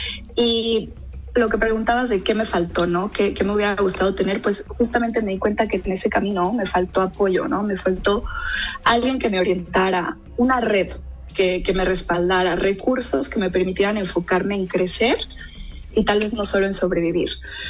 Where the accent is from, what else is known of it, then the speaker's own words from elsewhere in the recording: Los Cabos, Baja California Sur, Mexico; moved away as an adult; also born or lived in France; yo soy de Los Cabos, crecí y viví ahí, y durante 7 años yo viví, estudié y trabajé en el extranjero, en Francia específicamente